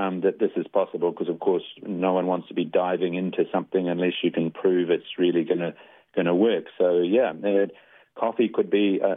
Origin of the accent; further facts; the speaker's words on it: Te Hapua, Northland, New Zealand; but I grew up in Te Hapua and went to Kaitaia College and from the far north, so yeah.